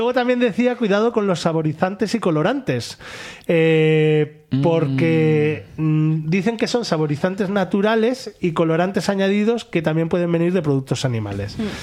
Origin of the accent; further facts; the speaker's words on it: La Rioja, Spain; porque en La Rioja, de donde soy yo, había un restaurante vegano.